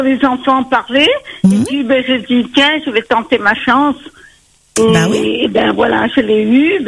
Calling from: Réunion; comme moi, je suis réunionnaise aussi, j'aime mon île

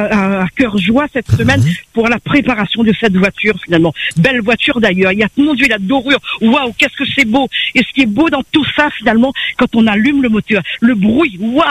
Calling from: Réunion, France; Moi, je suis sur Fleurimont.

